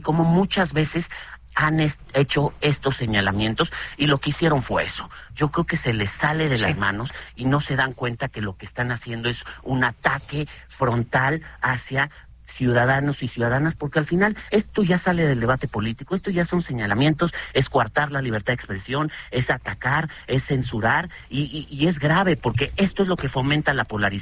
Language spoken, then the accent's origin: Spanish; Mexico; seguimos siendo todos mexicanos y mexicanas